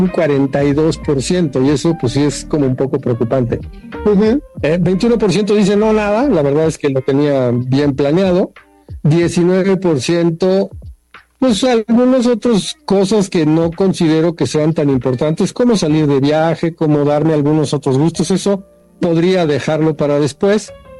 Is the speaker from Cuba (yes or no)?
no; Mexico